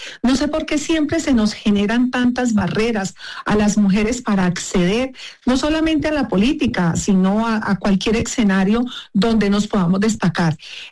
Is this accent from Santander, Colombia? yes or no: no; Valle del Cauca, Colombia; somos las mujeres del Valle del Cauca